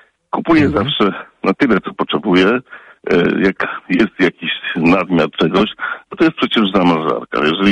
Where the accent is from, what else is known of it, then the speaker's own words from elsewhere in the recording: Katowice, Silesian Voivodeship, Poland; now in Lubusz Voivodeship, Poland; ja wychowałem się na Śląsku, rodziłem się w Katowicach. Moja rodzina jest śląska, a ojciec z Wołynia.